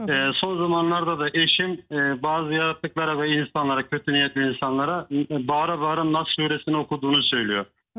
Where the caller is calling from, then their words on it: Samsun, Turkey; Samsun'dan arıyorum sizi.